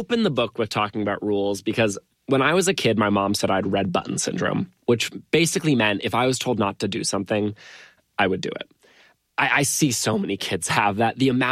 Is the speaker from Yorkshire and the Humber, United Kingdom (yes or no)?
no; London, United Kingdom; I'm from London.